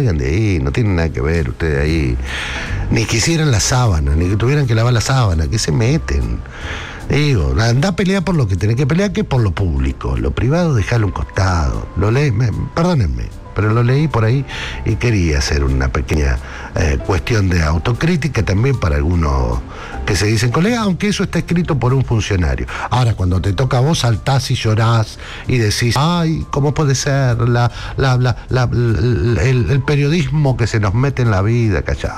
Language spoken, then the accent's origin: Spanish; Argentina